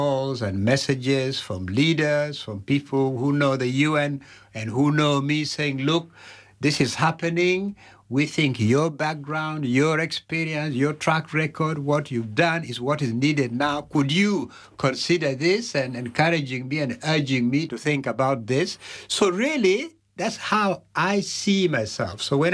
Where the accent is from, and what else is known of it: Uganda; also born or lived in North America; now in Western Europe